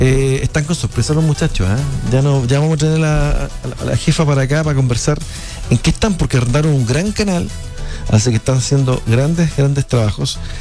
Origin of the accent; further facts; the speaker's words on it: Concepción, Biobío, Chile; Somos de acá de Concepción.